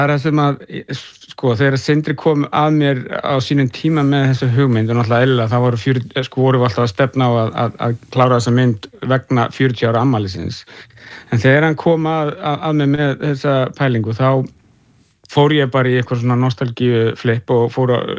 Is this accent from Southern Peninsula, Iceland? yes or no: no; Reykjavík, Capital Region, Iceland; Þannig að ég var nefnilega ólst upp í Fossvogi, þannig að það var ekki það langt frá mér